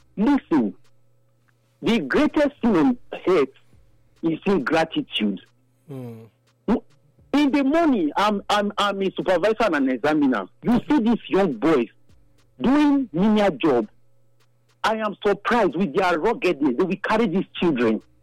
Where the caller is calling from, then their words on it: Benin City, Edo, Nigeria; I'm calling from Benin.